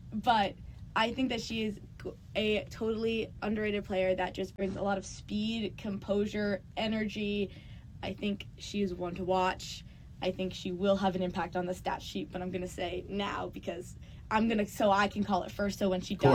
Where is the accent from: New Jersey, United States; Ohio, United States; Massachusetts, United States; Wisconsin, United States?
Massachusetts, United States; Can you tell I'm from New England? Fenway is just super fun. I've been there a lot in growing up in Massachusetts